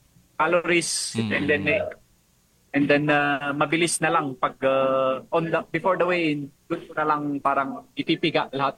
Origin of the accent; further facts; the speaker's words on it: Cordillera Administrative Region, Philippines; Ayun po, pride naman ako na nire-represent yung Pilipinas bilang isang Pinoy and lalong-lalo na dito sa amin as sa Cordillera